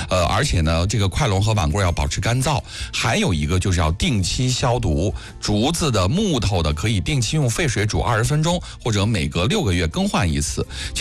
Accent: China

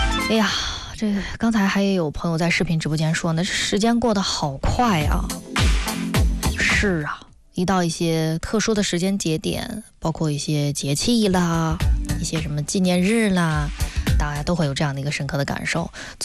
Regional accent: China

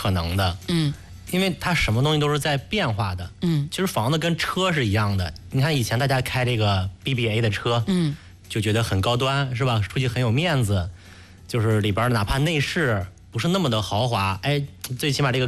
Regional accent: northern China, China; 我们作为北方人其实从骨子里边我们是100%喜欢阳台的

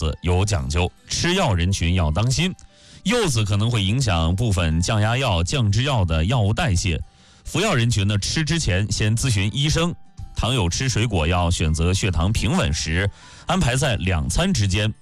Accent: China; 这是刻在我们中国人骨子里的仪式感

